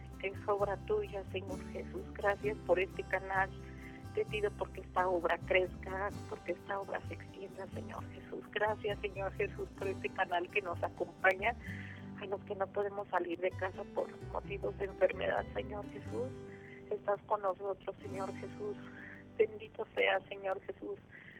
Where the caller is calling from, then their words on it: Mexico City, Mexico; De la Ciudad de México.